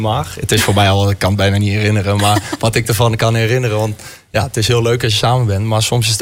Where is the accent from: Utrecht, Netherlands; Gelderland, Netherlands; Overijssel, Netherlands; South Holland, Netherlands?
Overijssel, Netherlands; Ik spreek voor mezelf, maar ik kom uit Twente.